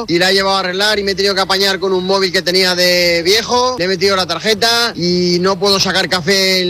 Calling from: Ibi, Valencian Community, Spain

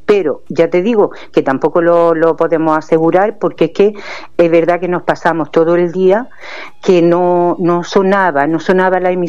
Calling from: Granada, Andalusia, Spain; de Granada.

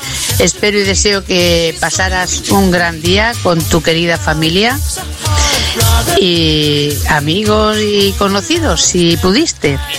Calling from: Sabadell, Catalonia, Spain; de Sabadell

